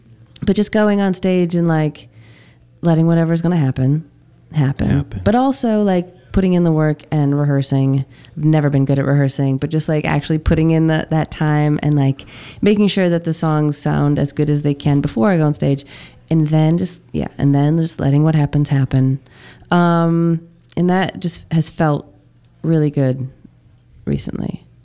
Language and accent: English; Michigan, United States; Michigan, my home state.